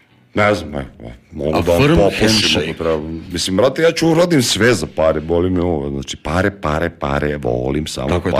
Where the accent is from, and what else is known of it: Serbia